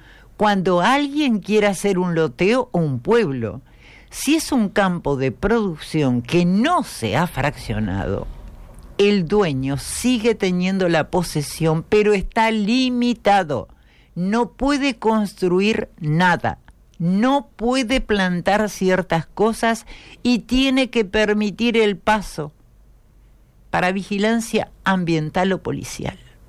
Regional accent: Uruguay

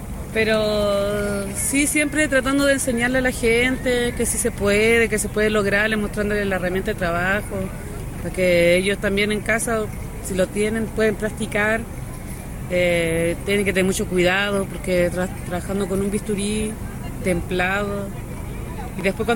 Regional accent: Coquimbo, Chile; Yo soy de Coquimbo.

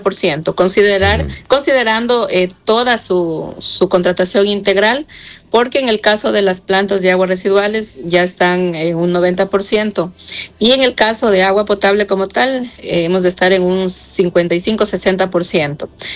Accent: Yantzaza, Zamora-Chinchipe, Ecuador; soy una hija de Yantzaza. Yo he nacido aquí en esta bella tierra, he crecido

